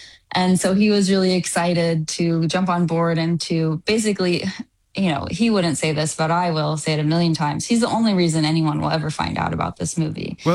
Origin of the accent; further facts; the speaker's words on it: Texas, United States; a teen girl growing up in Texas.